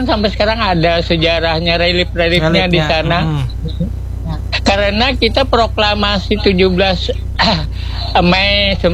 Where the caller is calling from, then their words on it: South Kalimantan, Indonesia; kita sebagai warga Kalimantan Selatan